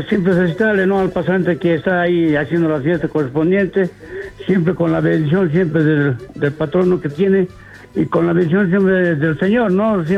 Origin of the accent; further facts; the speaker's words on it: El Choro, Oruro, Bolivia; Y también un saludo grande para todos los que son de mi pueblo querido El Choro, Rancho Grande, Cusero Belén, Chaitavi, Rancho Guaniquina.